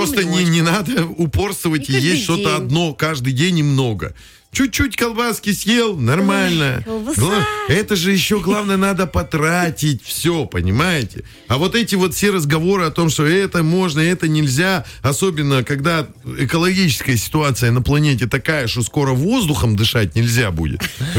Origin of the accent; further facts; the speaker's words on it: Penza, Penza Oblast, Russia; Я из Пензы считаю.